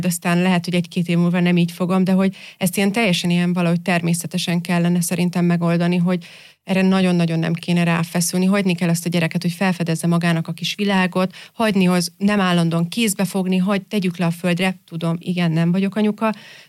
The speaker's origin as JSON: {"language": "Hungarian", "town": "Győr", "region": "Győr-Moson-Sopron", "country": "Hungary", "moved": "as an adult", "lives_now": "Austria", "said": "otthon Győrben dolgoztam a pedagógiai szakszolgálatnál"}